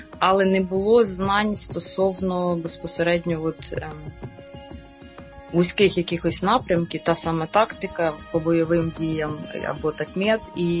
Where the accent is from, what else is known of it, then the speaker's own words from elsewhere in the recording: Dnipro, Dnipropetrovsk Oblast, Ukraine; Я сама з Дніпра.